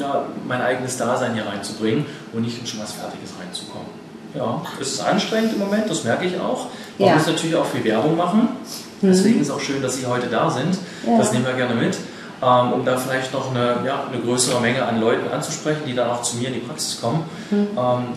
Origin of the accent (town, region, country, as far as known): Halle, Saxony-Anhalt, Germany